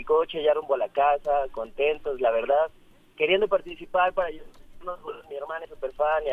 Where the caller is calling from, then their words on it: Puebla, Mexico; del centro de la ciudad, de Puebla.